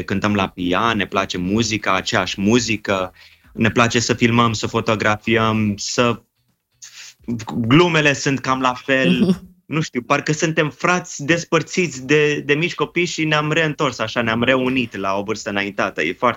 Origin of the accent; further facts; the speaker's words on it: Iași County, Romania; mama se trage de acolo, bunicii mei sunt din Moldova de lângă Iași. Așa. Și am copilărit pe acolo și am avut tot timpul curiozitatea asta să aflu mai departe.